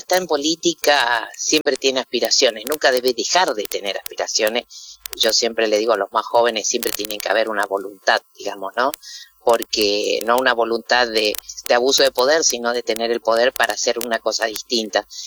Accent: Corrientes, Argentina; la tierra de Corrientes, que es mi tierra natal.

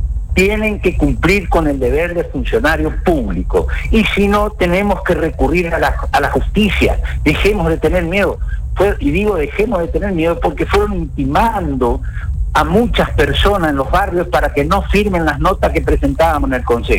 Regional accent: Castelli, Argentina; Yo soy ciudadano de Castelli.

